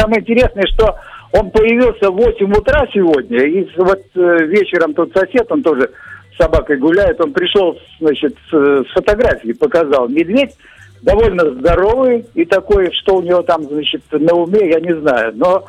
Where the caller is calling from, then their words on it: Latvia; я живу в Рижском районе, вот в самом треугольнике между Сауриши, УПСВС, Цекуле, значит, практически в лесу.